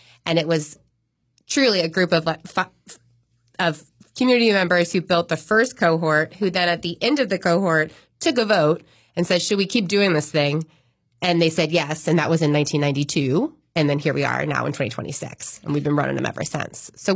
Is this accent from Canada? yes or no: no; Raleigh, North Carolina, United States; and my mom lived in North Raleigh, and my dad lived in South Raleigh and Southeast Raleigh when I was really little.